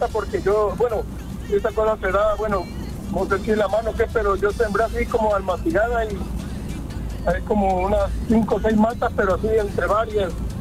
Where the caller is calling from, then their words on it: Cárdenas, Tabasco, Mexico; De Cárdenas.